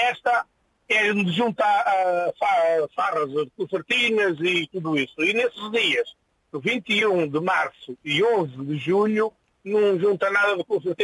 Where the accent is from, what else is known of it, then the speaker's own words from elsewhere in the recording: Amares, Norte, Portugal; born there; Deixar falar da minha terra